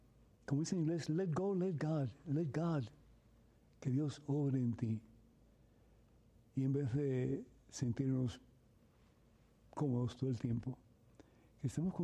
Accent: Cuba; moved away; Mis padres, mi familia, yo somos de Cuba y salimos sin un centavo de Cuba. Ellos salieron 5 años después que nosotros, mi hermano y yo.

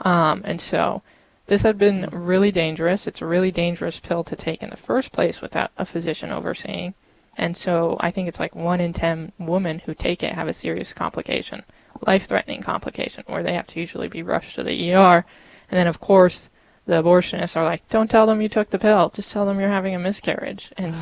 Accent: Colorado, United States; I'm from Colorado. I've always been involved in the pro-life movement. Colorado, it's obviously a bigger battlefield down there.

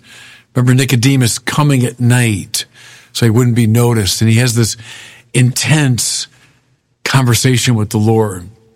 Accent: Chicago, Illinois, United States; now in Rochester, United States; I'm from Chicago, the windy city. I live in Rochester, Minnesota, which is also known, I think I read someplace, is actually the windiest city in America.

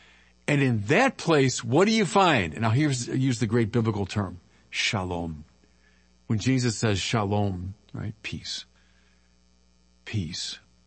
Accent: Chicago, Illinois, United States; I'm from Chicago, Lake Michigan, which is like inland sea.

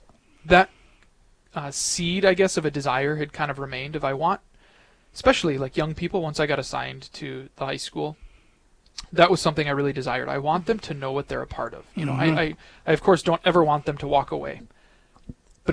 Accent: Sioux Falls, South Dakota, United States; I grew up in Sioux Falls at St. Lambert Parish, and then went to St. Lambert for school and O'Gorman High School

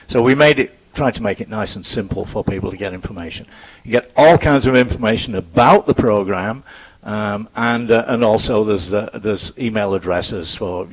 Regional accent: England, United Kingdom; also born or lived in Canada; now in Minnesota, United States; originally from England, but then lived in Canada for many years.

